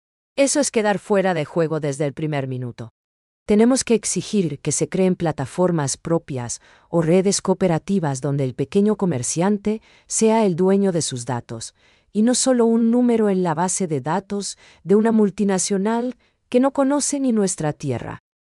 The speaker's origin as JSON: {"language": "Spanish", "country": "Paraguay", "said": "¿Estamos preparados nosotros como paraguayos para dominar estas herramientas?"}